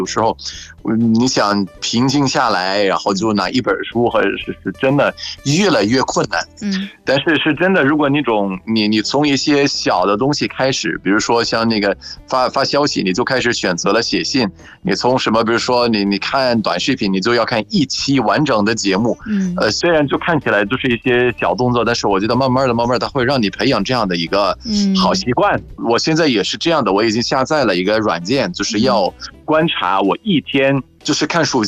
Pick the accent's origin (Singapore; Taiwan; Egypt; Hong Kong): Egypt; Chinese is a second language